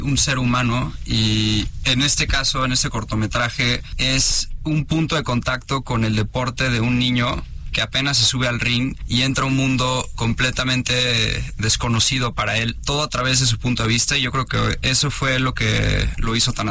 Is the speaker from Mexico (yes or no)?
yes; Mexico; siempre es una noticia buena para México, y creo que debemos seguir como mexicanos impulsando este tipo de iniciativas.